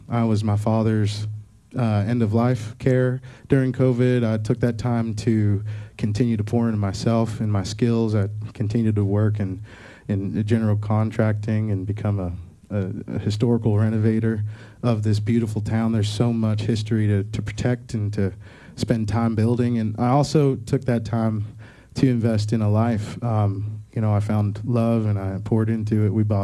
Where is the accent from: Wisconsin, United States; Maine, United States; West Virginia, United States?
West Virginia, United States; Hurricane; I told him I was from Hurricane. He said Hurricane, and I said, "No, excuse me, sir, it's pronounced Hurricane."